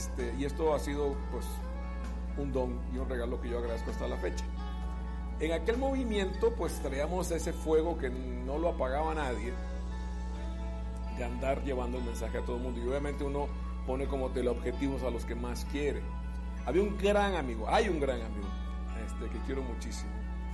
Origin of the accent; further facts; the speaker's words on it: Costa Rica; uno de los cantantes más famosos de mi país natal, de Costa Rica